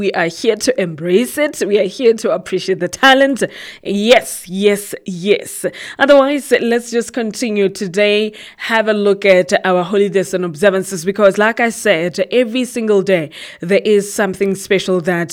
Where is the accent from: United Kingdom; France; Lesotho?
Lesotho; Quthing; moved away as an adult; now in Maseru, Lesotho; I grew up in Kuting. I spent my whole life in Kuting, and now all of a sudden it's a change of scenario.